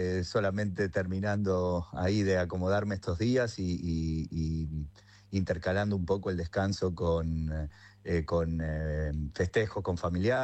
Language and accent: Spanish; Florida, Buenos Aires Province, Argentina; soy de Florida